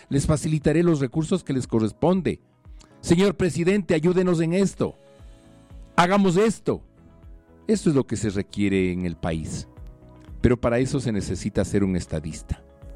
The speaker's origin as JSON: {"language": "Spanish", "country": "Ecuador"}